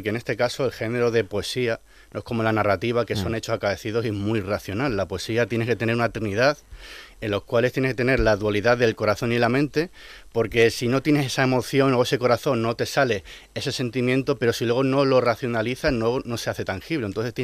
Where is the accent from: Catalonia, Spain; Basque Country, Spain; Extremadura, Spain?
Extremadura, Spain; Badajoz; Es un gusto estar aquí en mi tierra, en Badajoz, porque soy natural de aquí